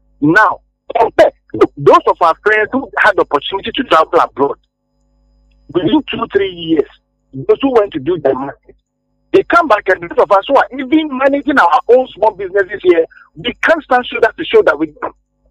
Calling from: Houston, Texas, United States; I'm calling from

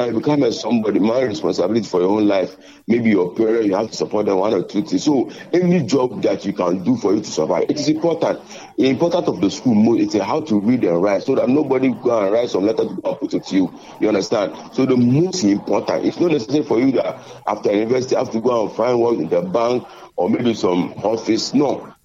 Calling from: Ghana; we are Ghanaian.

